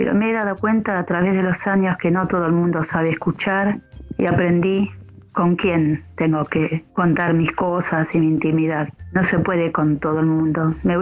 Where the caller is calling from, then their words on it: Buenos Aires, Argentina; de Caballito.